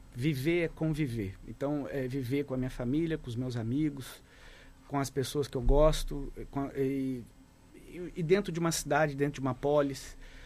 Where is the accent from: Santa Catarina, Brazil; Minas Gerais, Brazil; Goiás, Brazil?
Santa Catarina, Brazil; Florianópolis; born there; moved away as an adult; also born or lived in Brasília; now in Joinville, Brazil; eu sou nascido em Florianópolis